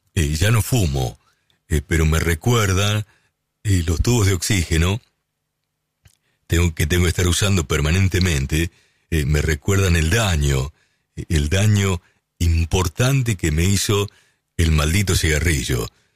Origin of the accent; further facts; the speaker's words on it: Lincoln, Buenos Aires Province, Argentina; Gracias por estar escuchando allí en mi ciudad de Lincoln.